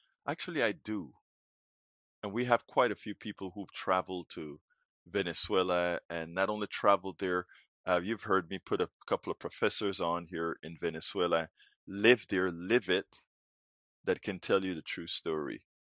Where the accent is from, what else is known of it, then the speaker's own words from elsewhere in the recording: United States; Look, I am an American.